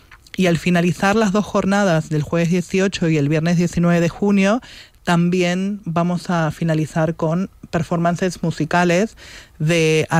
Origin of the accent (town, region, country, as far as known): Uruguay